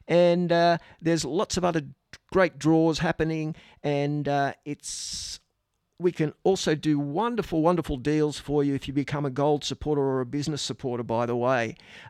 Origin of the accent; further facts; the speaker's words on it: Sydney, New South Wales, Australia; born there; came into this world across the road, literally.